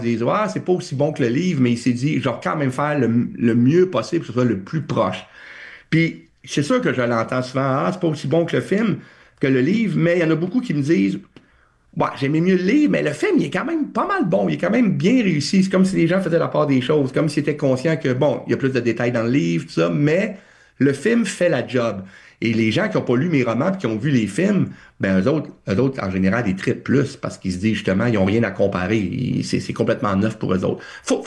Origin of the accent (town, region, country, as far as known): Drummondville, Quebec, Canada; born or raised there